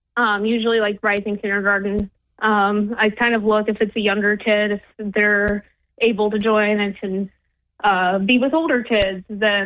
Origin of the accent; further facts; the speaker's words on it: Georgia, United States; I am not. I was born and raised in Georgia, in North Georgia, up by the mountains.